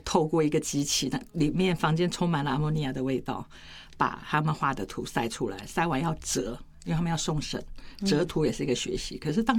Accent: Kaohsiung, Taiwan; also born or lived in Tainan; 第一份在高雄，我是高雄人。

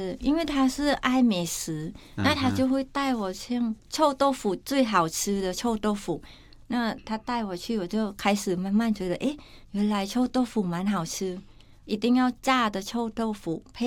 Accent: Thailand; now in Taiwan; 哦，就是因为我公公他也了解我是从泰国过来，他就每次都是鼓励我

